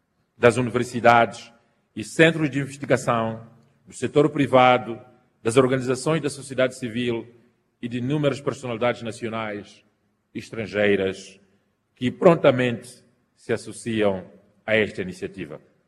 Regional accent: Mozambique

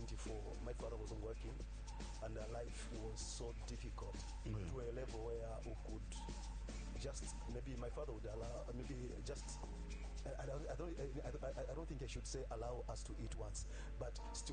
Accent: Kabwe, Central Province, Zambia; born there; also born or lived in Mufulira, Zambia; then we came here in Kabwe in 1994.

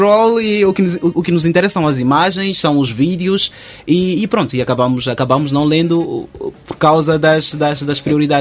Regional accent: Maputo, Maputo City, Mozambique; Nós costumamos, aqui em Moçambique, em Maputo em específico, que foi onde cresci

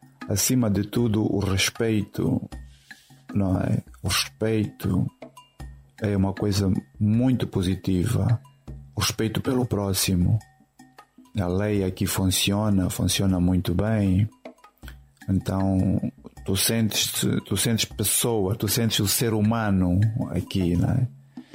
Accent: Mozambique; now in United Kingdom; E sendo moçambicano

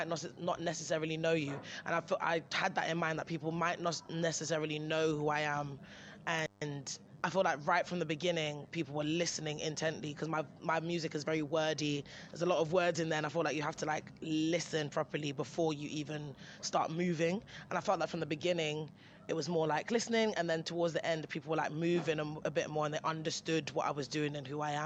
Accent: London, United Kingdom; I'm from London, and there's many different cultures in London and different people

